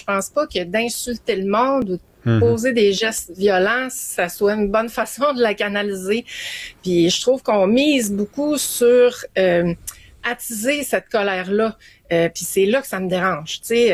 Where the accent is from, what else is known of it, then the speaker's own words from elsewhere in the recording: Quebec, Canada; chez nous au Québec